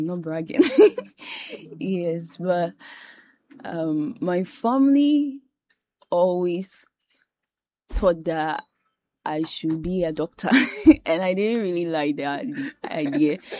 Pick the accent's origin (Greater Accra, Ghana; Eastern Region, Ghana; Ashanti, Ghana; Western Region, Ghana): Ashanti, Ghana; Jache Prom; I'm from Bosomche. I'm from Jache, Jache Prom.